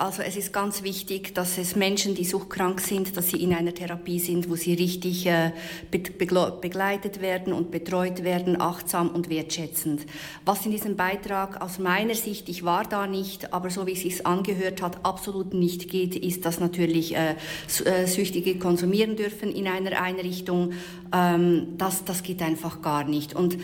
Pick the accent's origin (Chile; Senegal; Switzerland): Switzerland; ich komme natürlich aus der Schweiz.